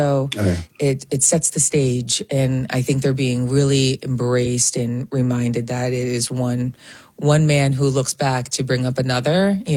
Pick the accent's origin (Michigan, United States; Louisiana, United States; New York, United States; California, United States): New York, United States; accent: Long Island; Super Long Island girl. I sense my Long Island accent.